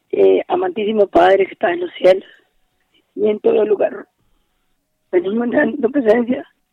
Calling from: Honduras; De la colonia José Ángel Ulloa.

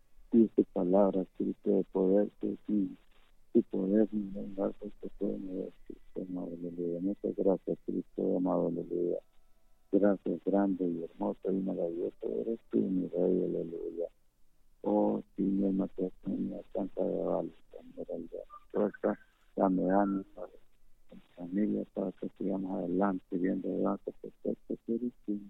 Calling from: Santa Bárbara, Honduras; De aquí, desde el lado de Santa Bárbara.

